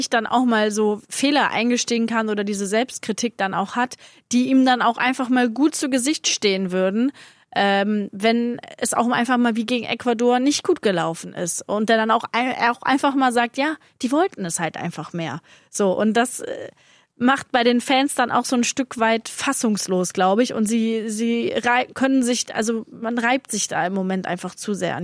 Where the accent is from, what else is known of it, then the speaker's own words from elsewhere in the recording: Germany; ich bin halt an der Grenze groß geworden, ne?